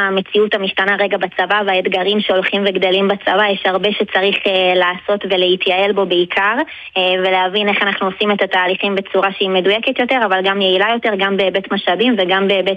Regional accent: Kfar Hananya, Northern District, Israel; אז אני במקור מהצפון, מישהו שנקרא כפר חנניה

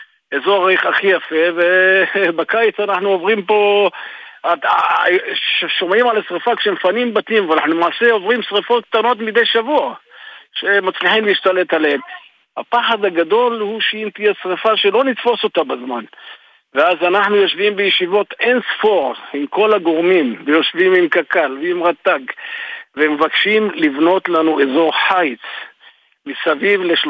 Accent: Kisalon, Jerusalem District, Israel; אני נולדתי פה, אני 60 שנה פה.

